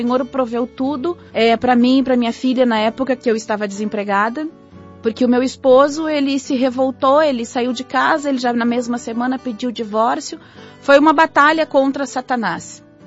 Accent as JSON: {"language": "Portuguese", "town": "Gravataí", "region": "Rio Grande do Sul", "country": "Brazil", "said": "eu sou da cidade de Gravataí, no Rio Grande do Sul"}